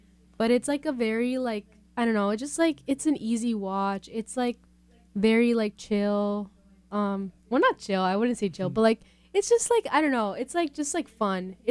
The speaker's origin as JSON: {"language": "English", "town": "San Diego", "region": "California", "country": "United States", "said": "I'm from San Diego."}